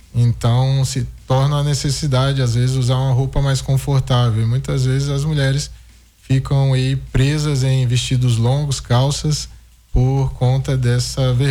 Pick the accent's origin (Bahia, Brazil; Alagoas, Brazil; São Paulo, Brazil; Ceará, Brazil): Bahia, Brazil; born there; also born or lived in Espírito Santo; now in Barra de São Francisco, Brazil; Eu sou nascido na Bahia, mas eu tenho quase mais tempo de Espírito Santo do que de Bahia, porque eu vim muito novo, né? Fiz faculdade, tudo isso aqui.